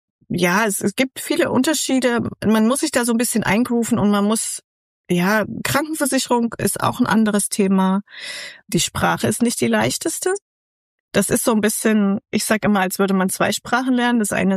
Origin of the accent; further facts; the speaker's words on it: Central Germany, Germany; Also ich komme ja aus Mitteldeutschland, da gibt es das auch nicht. Wir hatten es schneller warm, länger hell und ja, wie du sagst, nicht so rau.